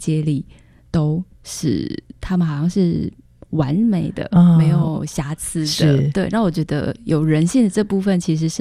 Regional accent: Taiwan; first language Taiwanese Hokkien; Chinese is a second language; 对，我应该算是台语，我的母语是台语

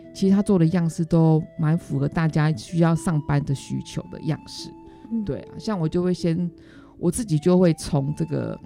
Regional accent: Taiwan; 我们台湾人的基因可能就是不适合说你夏天喝那么多的冰水，

